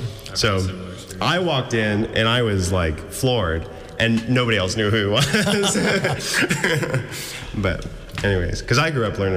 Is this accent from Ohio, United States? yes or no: yes; Wapakoneta, Ohio, United States; But I grew up in Wapakoneta, home of Neil Armstrong. Grew up doing like dance classes and show choir and musical theater stuff and going to bluegrass festivals every summer.